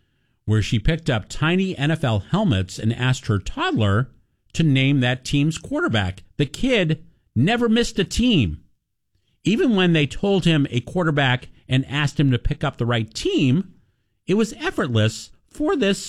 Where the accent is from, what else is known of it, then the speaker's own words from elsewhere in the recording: Massachusetts, United States; moved away; I grew up in Massachusetts. I'm a Patriots fan, big time.